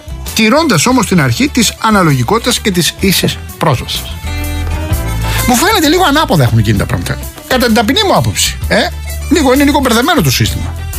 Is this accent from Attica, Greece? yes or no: yes; Rafina, Attica, Greece; είναι και ο τόπος μου